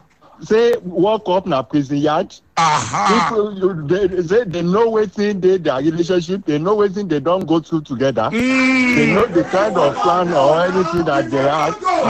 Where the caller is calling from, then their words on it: Ogbomosho, Oyo, Nigeria; from Ogbomosho.